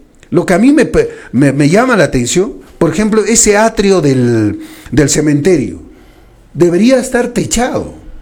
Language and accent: Spanish; Calca, Cusco, Peru; Nosotros somos capital del Valle Sagrado.